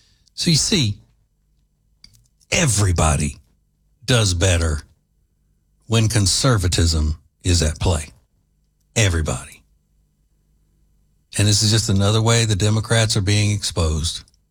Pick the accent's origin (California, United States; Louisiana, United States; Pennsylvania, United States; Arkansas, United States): Louisiana, United States; I grew up in Louisiana, as most of you know that listen to this show.